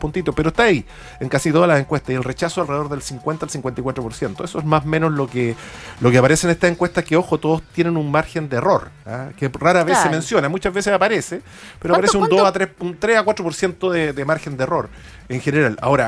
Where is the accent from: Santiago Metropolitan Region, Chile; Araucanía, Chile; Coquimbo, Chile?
Coquimbo, Chile; De la región de Coquimbo.